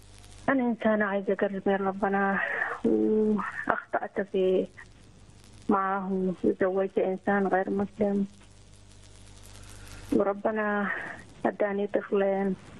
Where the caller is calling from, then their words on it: Canada; أنا بنت الرب من كندا.